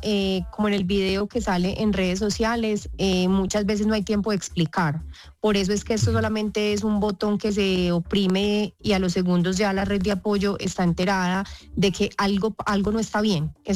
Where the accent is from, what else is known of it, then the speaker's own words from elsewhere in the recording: Medellín, Antioquia, Colombia; Yo soy de Medellín. Yo soy de Medellín